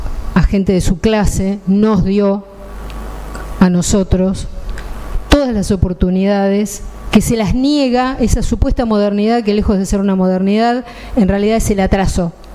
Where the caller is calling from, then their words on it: Santa Fe province, Santa Fe, Argentina; Aguante, sí, la provincia de Santa Fe. Soy santafesina también.